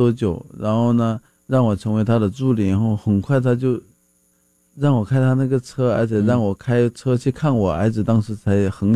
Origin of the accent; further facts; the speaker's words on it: Chaoshan, Guangdong, China; now in Seattle, United States; 他的这些老乡啊，就是我们这些嘎吉囊